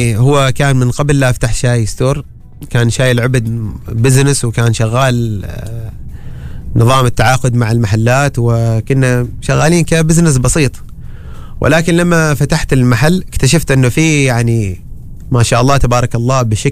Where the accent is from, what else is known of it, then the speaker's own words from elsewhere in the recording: Oman; عندنا في عمان،